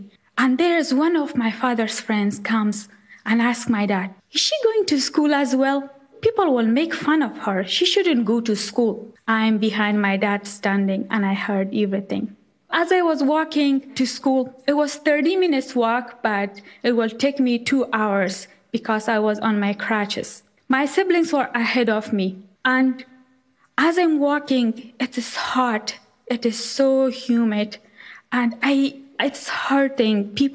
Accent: Afghanistan; English is a second language; now in United States; I grew up in Afghanistan, and I came to United States in 2013 with full scholarship

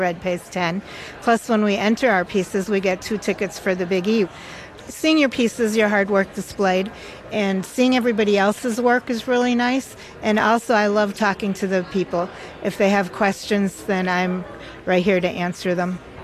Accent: Granby, Massachusetts, United States; I'm from Granby, Massachusetts.

